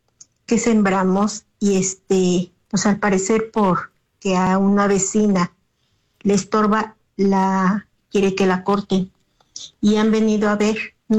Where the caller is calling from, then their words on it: Puebla, Mexico; Le estoy llamando de Bosques de San Sebastián